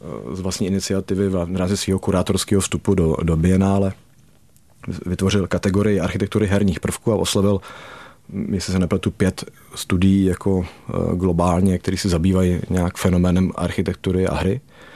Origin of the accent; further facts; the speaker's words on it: Prague, Czechia; Já třeba osobně jsem vyrůstal na Letný, takže jsem si hrál dole ve Strmovce ve Sputníku